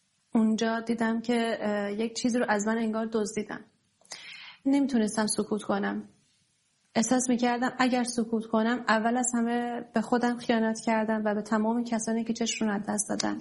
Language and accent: Persian; Iran; moved away; چون در کشور خب دور افتاده از ایران هستم، دور از خانواده و وطنم هستم.